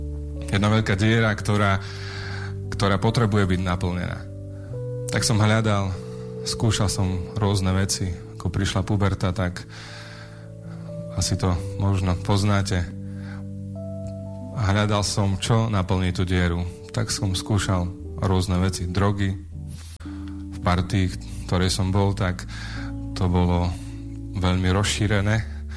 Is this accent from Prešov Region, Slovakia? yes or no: no; Košice, Košice Region, Slovakia; Narodil som sa v Košiciach. Bývam v okolí Košic, v Bidovciach.